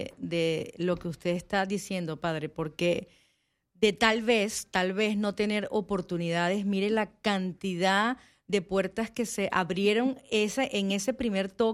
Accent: Venezuela; moved away; Yo también soy venezolana

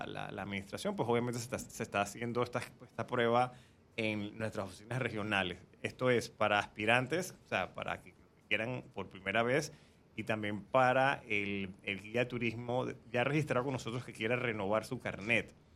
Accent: Panama; como panameños todos debemos ser guías

